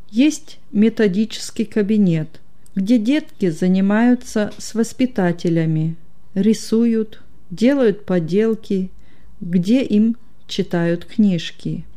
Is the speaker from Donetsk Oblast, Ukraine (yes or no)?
yes; Selydove, Donetsk Oblast, Ukraine; Родом я из Донецкой области, из городка Селидово. Помню лихие 90-е годы, когда на Украине был беспредел.